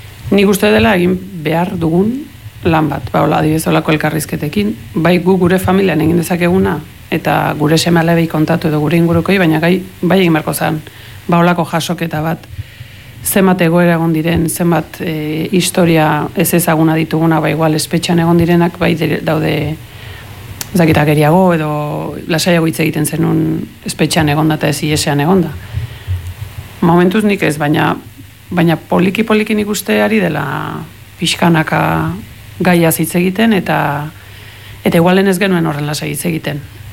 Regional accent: Ibarra, Basque Country, Spain; born there; also born or lived in Mexico; Ibarren jaio nintzen, baina Mexikora joan, orduan esan, bueno, Ibarren jaio nintzen

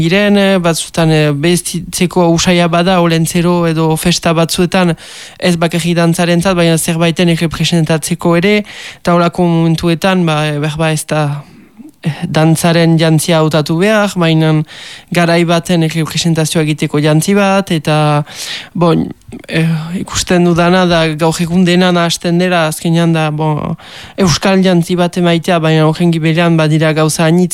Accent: Urrugne, Nouvelle-Aquitaine, France; Ez, Urruñakoa naiz, eta Urruñan bizi beti, bai.

